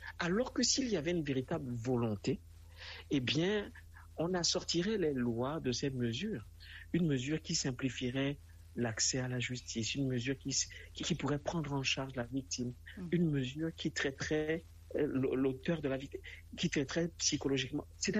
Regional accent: Togo; chez nous, au Togo

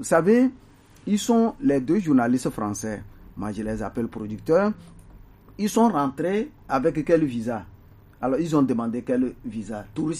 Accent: Togo; nous, en tant que Togolais

